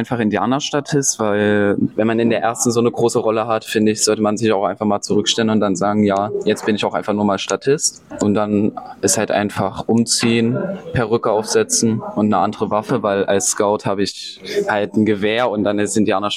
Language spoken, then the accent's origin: German; Wölkau, Saxony, Germany; ich komme hier aus der Region, aus einem Ort Wölkau genannt. Ich weiß nicht, ob das irgendjemandem was sagt, ungefähr 5 Kilometer weg.